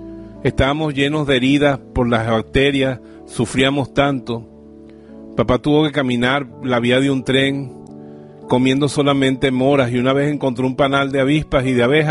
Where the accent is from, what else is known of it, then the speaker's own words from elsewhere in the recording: Bejuma, Carabobo, Venezuela; born there; En mi pueblo, en Bejuma